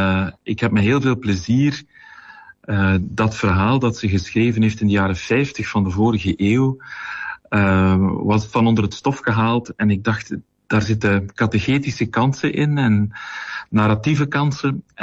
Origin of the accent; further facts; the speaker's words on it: Kortrijk, Flanders, Belgium; Heel kort … Ik ben afkomstig uit Kortrijk, gehuwd.